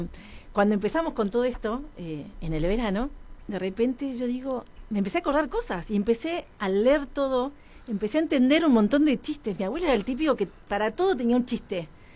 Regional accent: Azul, Buenos Aires Province, Argentina; como venimos de Azul

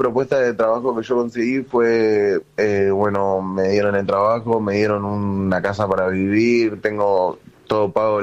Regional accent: Argentina; moved away as an adult; now in Vlorë, Albania; Yo lo veo desde el lugar de alguien que vive acá, ¿no? O sea, siendo argentino.

